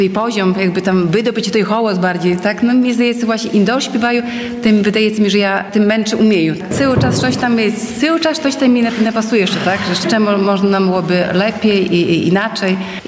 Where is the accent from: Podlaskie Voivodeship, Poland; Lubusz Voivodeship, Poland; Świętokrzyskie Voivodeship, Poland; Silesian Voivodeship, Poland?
Podlaskie Voivodeship, Poland; Łosinka; now in Hajnówka, Poland; No ja na przykład dojeżdżaję z Hajnówki, ale pochodzę z Łosinki i też jakby, no, związana sercem z Łosinką, tak, bo tutaj wychowała się, tutaj chodzi do szkoły, tutaj rodzice żyli